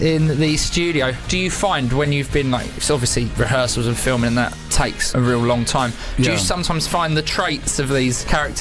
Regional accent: United Kingdom; Because it reads to me as a British guy as sarcastic.

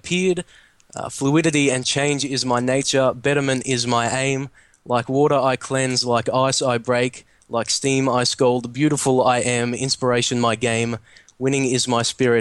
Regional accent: Australia; moved away; And I'm Australian too

